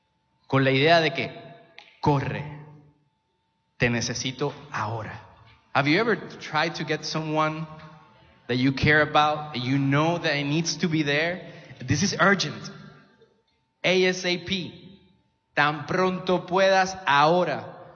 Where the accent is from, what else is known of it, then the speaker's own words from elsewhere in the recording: Puerto Rico; Mi esposa es de Venezuela, yo soy de Puerto Rico.